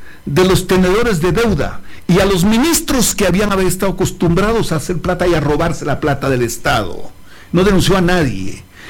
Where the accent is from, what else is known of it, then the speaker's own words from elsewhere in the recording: Loja, Ecuador; Porque yo soy, pues, te me comprende. De Tierra Caliente, la frontera de mi provincia es Zapotillo, Macará, claro. Mangaburco.